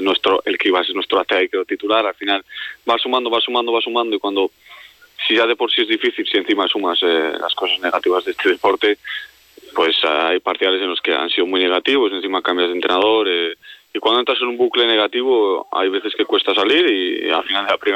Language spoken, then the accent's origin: Spanish; Logroño, La Rioja, Spain; moved away; Yo salí de Logroño por cumplir un sueño, lo he cumplido, vamos a intentar seguir cumpliendo sueños y yo estoy muy contento.